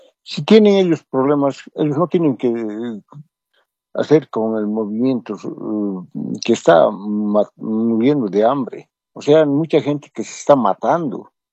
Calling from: Cochabamba, Bolivia; le hablo de Cochamba.

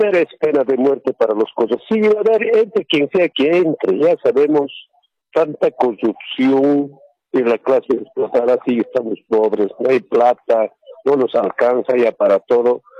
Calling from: Bolivia

